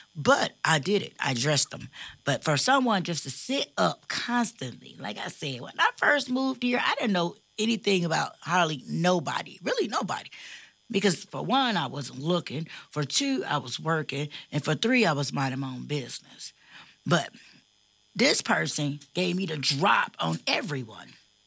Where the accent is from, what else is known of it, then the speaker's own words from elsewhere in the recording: East Cleveland, Ohio, United States; also born or lived in Florida; I'm from East Cleveland. I've lived in Florida.